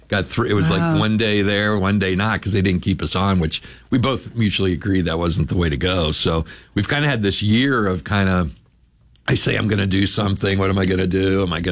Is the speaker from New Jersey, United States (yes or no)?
no; Springfield, Ohio, United States; moved away as an adult; now in Michigan, United States